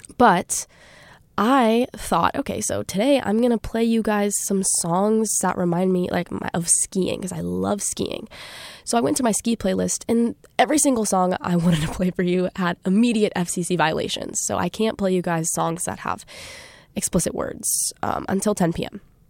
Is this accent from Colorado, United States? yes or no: yes; Durango, Colorado, United States; moved away as an adult; now in Ann Arbor, United States; So I live in a beautiful place called Durango, Colorado